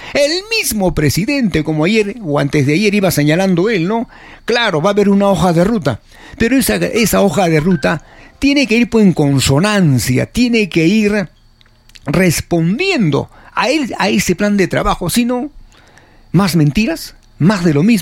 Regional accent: Peru; Porque no estaba de acuerdo, como muchos peruanos, millones de peruanos, con un gobierno de Toledo que ya terminó saliendo por la tangente. Política entreguista, la entrega de nuestro gas

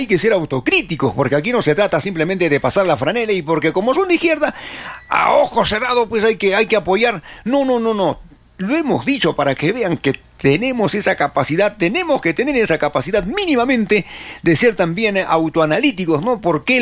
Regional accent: Arequipa, Peru; Pero así nos están mirando la cara de cojinovas que somos los arequipeños.

